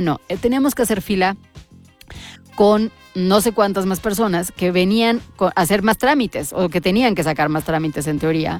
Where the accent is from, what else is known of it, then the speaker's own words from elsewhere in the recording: Mexico; Estamos llegando a nuestro país, somos mexicanos